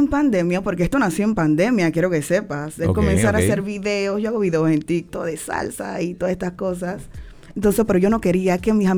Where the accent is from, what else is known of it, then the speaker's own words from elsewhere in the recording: Caledonia, Panamá Oeste, Panama; also born or lived in San Miguel; Y bueno, y todavía más o menos que resido allí.